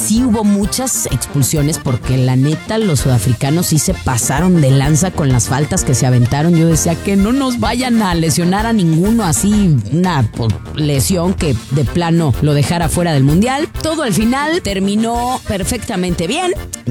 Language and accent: Spanish; Guadalajara, Jalisco, Mexico; somos tapatíos los dos